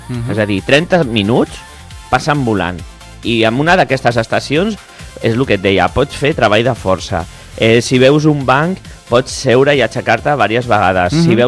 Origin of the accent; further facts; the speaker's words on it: Sant Cugat del Vallès, Catalonia, Spain; Sant Cugat del Vallès, de tota la vida.